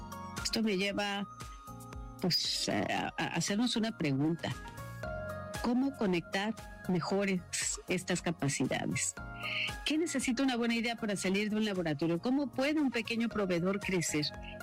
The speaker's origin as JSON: {"language": "Spanish", "country": "Mexico", "said": "Para nosotros como mexicanos, para mí como mexicana"}